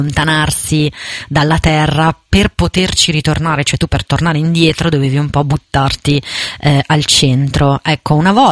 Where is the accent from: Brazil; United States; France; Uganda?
Brazil; il Brasile è il paese che amo, no? È il mio paese